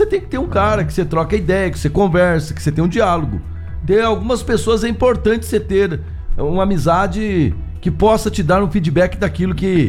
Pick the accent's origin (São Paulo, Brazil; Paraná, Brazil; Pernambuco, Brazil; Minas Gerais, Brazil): Paraná, Brazil; Rolândia; Sou aqui de Rolândia … sou amigo do Ratolino.